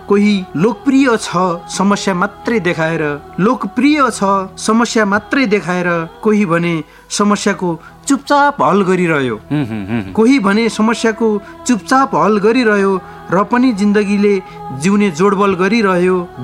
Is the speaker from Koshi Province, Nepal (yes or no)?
no; Surkhet District, Karnali Province, Nepal; moved away as an adult; also born or lived in Birendranagar, Surkhet; now in Kathmandu, Nepal; मेरो प्राथमिक तहको पढाइ सुर्खेत जिल्ला, मेरो जन्मस्थान हालको पञ्चपुरी नगरपालिका वडा नम्बर 3 साबिकको सालकोट गाविस वडा नम्बर 9 रहेको छ।